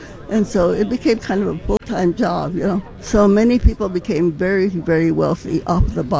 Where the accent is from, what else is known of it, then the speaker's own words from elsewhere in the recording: Stockton, California, United States; is because I grew up in Stockton, California, and there were a group of the Mexican braceros that they had brought in to do farm work.